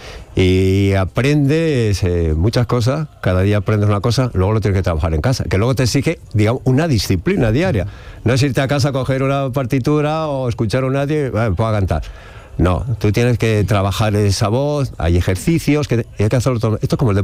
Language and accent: Spanish; Aranda de Duero, Castile and León, Spain; Yo de niño cantaba, me acuerdo, en una escolanía de mi tierra. Yo soy de Burgos, de Aranda de Duero, y allá en la escolanía cantaba, ¿no?